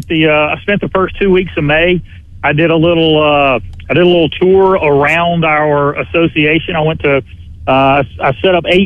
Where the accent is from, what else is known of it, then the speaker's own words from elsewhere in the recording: Canton, Mississippi, United States; I grew up in Canton, and we were a AA school.